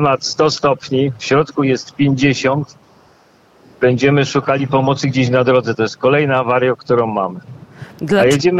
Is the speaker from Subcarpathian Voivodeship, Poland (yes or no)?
no; Kraków, Lesser Poland, Poland; now in Vilnius, Lithuania; Dlatego, że ja pochodzę z Krakowa, a od 20 lat mieszkam w Wilnie. Przyjechałem do Wilna tylko na 2 tygodnie, a zostałem 20 lat.